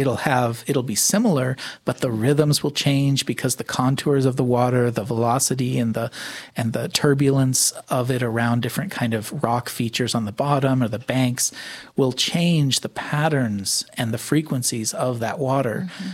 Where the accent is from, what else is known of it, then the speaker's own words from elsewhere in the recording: Alaska, United States; I grew up in Alaska and I grew up with glaciers.